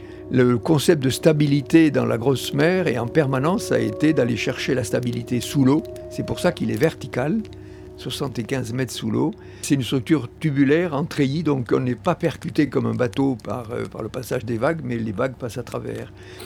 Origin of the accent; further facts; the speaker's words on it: Occitanie, France; moi, je suis originaire du Tarn.